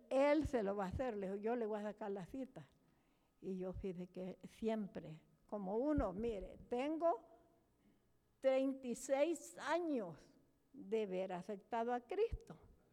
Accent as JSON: {"language": "Spanish", "town": "Jiquilisco", "region": "Usulután", "country": "El Salvador", "moved": "yes", "said": "Allá donde yo pasaba consulta en Jiquilisco, porque yo vengo de Jiquilisco, Usulután"}